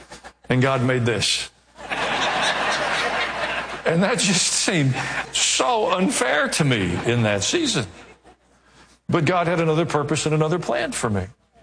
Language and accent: English; Kansas City, Missouri, United States; born there; I was born in Kansas City, Missouri.